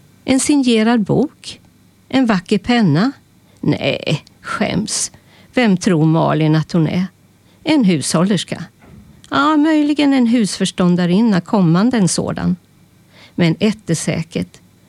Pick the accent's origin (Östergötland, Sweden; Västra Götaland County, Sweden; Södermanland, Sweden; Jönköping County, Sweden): Jönköping County, Sweden; Jönköping; moved away; also born or lived in Örebro / Stockholm / Karlstad; jag är född och uppvuxen i Jönköping vid Vättern. Och sen flyttade jag till Örebro, Hjälman. Och sen till Stockholm, Mälaren. Och sen flyttade till Karlstad och Vänern. Men nu har jag ett hus vid havet. En sommarstuga på västkusten.